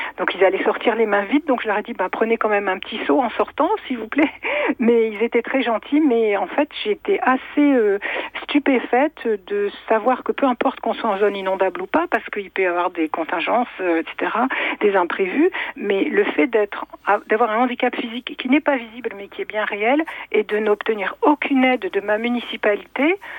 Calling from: Quimper, Brittany, France; je vous appelle de Quimper, donc à l'ouest de la Bretagne, dans le Finistère Sud, où on a souvent beaucoup d'eau, beaucoup de pluie.

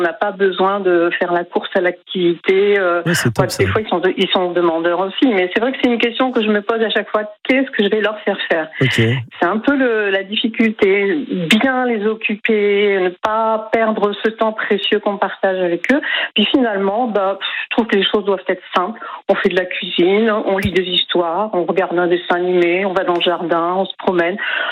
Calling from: Nouvelle-Aquitaine, France; Moi, je suis au Pion Médoc, donc c'est la campagne.

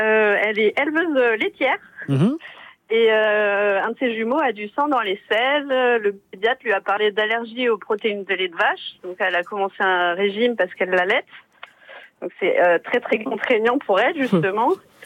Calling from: Nouvelle-Aquitaine, France; J'appelle de Corrèze

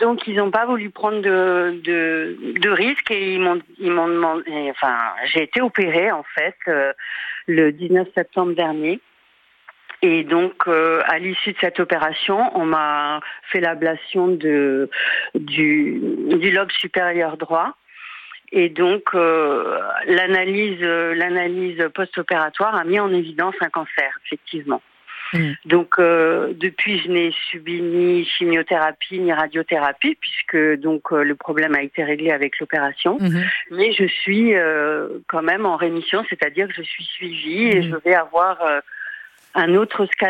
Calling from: Brittany, France; je suis bretonne.

